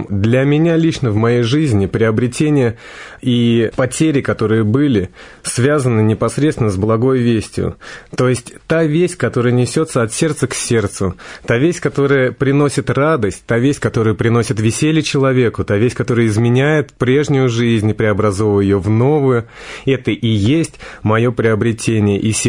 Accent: Moscow, Russia; Да, мы москвичи

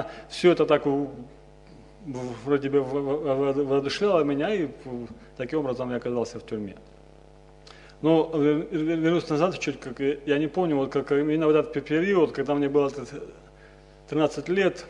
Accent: Nevinnomyssk, Stavropol Krai, Russia

